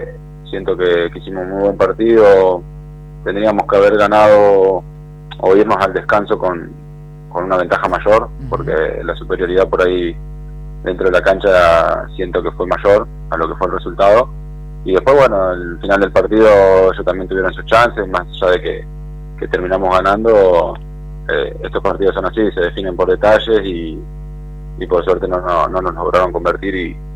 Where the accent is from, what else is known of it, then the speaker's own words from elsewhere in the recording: San Francisco, Córdoba, Argentina; moved away as an adult; also born or lived in San Luis / Salta; yo soy de San Francisco